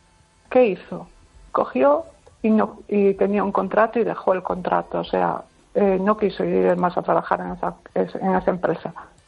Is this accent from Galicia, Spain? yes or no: yes; Pontevedra, Galicia, Spain